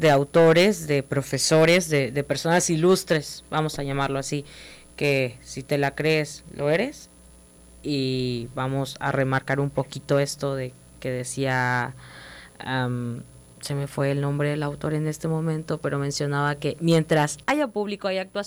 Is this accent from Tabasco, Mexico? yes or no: yes; Nacajuca, Tabasco, Mexico; somos de Nacajuca, orgullosamente de Nacajuca.